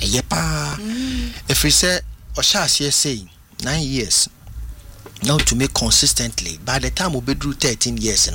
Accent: Ghana; in Ghana, our music that we are known for as Ghanaians is known as high life music.

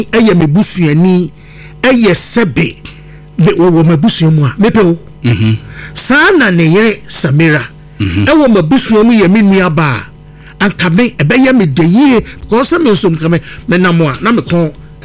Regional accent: Ghana; I am a Ghanaian and a proud Ghanaian, for that matter.

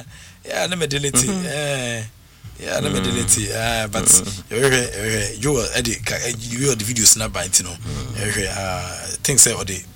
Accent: Labadi, Greater Accra, Ghana; from Labadi.

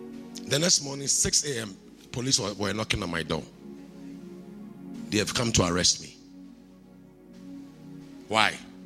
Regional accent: Kumasi, Ashanti, Ghana; I come from Kumasi.

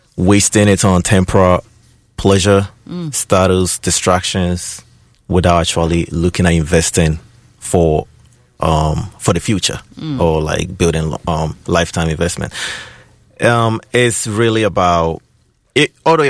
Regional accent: Ghana; now in United States; as a Ghanaian-based artist

